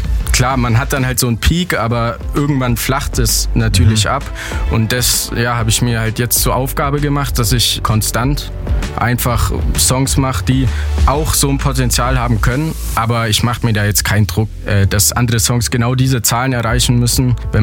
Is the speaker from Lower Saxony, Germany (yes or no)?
no; Wendelstein, Bavaria, Germany; wir kommen ursprünglich aus Wendelstein, wenn jetzt die wenigsten kennen